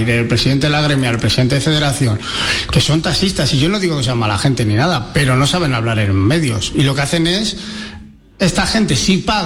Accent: Madrid, Community of Madrid, Spain; Mira que yo soy madrileño y me conozco Madrid de pe a pa

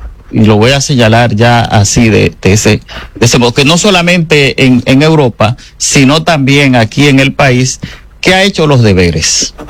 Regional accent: Carolina, Puerto Rico; Porque yo soy de Carolina.

